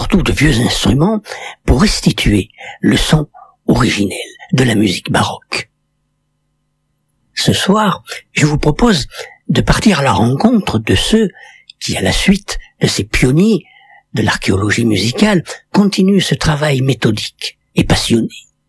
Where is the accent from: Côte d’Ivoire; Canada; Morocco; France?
France